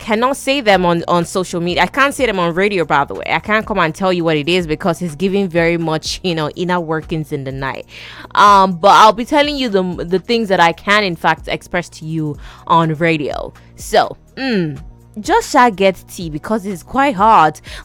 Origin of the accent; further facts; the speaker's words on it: Nigeria; I'm Nigerian and I'm a woman